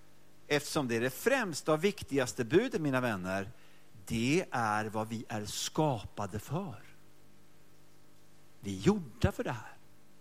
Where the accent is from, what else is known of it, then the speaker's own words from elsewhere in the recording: Mölndal, Västra Götaland County, Sweden; Och jag kommer från Mölndal. Kan en del om Mölndal också.